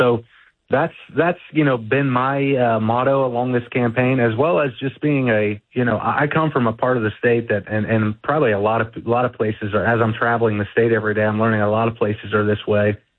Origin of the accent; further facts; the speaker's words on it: Ohio, United States; I grew up in Southeast Ohio. I grew up in a rural, very rural area and often part overlooked part of the state, a place that, 100 years ago used to be very thriving with coal mines and manufacturing.